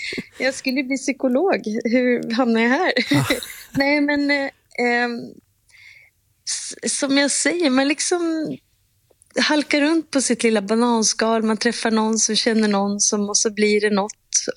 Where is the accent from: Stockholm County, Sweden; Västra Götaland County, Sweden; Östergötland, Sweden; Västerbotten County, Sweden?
Västerbotten County, Sweden; Umeå; Och jag är ju från Umeå. Och gick på, då hette det ju inte kulturskolan, det hette det musikskolan.